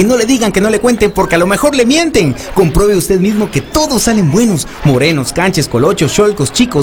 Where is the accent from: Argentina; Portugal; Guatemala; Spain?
Guatemala; todos echando punta, porque así somos los chapines.